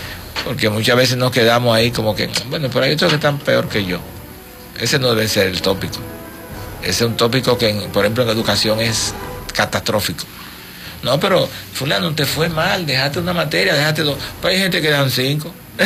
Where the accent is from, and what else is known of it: Dominican Republic